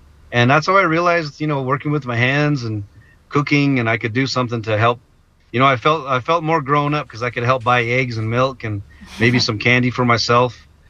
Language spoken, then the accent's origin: English; United States; now in White Mountain Apache Reservation, Arizona, United States; I think as Native American people in the United States, we have a strange relationship with organized religion. Here on the White Mountain Apache tribe